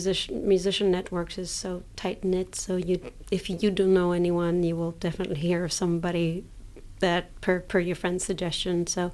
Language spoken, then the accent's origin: English; Georgia